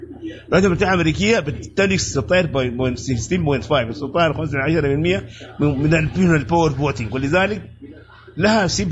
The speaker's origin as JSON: {"language": "Arabic", "country": "Sudan", "said": "احنا هسه عندنا في السودان"}